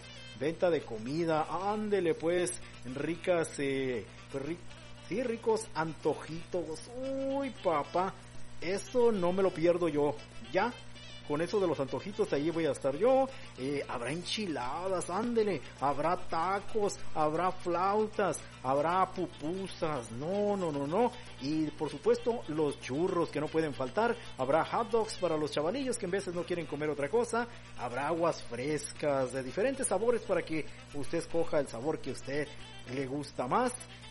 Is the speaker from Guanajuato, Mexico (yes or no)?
no; Cerro Colorado, Sonora, Mexico; moved away; de La Única Mexicana, 100.3, originario del merito Cerro Colorado, Sonora, Baja California.